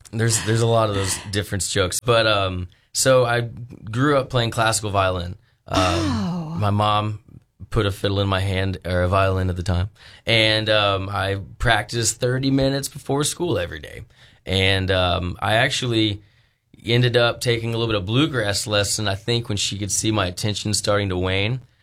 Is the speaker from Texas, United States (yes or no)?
no; Arkansas, United States; moved away as an adult; also born or lived in Colorado; I came back home from Arkansas.